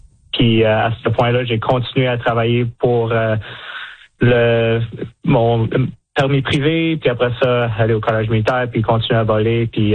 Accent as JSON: {"language": "French", "town": "Saguenay", "region": "Quebec", "country": "Canada", "also_born_or_lived": "Greenwood / Angus", "said": "Je suis originaire de Saguenay, Québec. Mon père était militaire, par contre. Fait que j'ai passé 7 ans à Québec, un autre 7 ans en Greenwood, en Nouvelle-Écosse. Puis après ça, en Angus, en Ontario."}